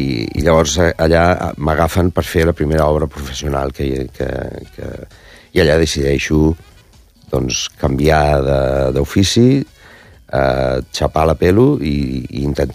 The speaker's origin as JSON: {"language": "Catalan", "town": "Alcoy", "region": "Valencian Community", "country": "Spain", "said": "unes titelles que es fan al meu poble, al Coi, al Nadal"}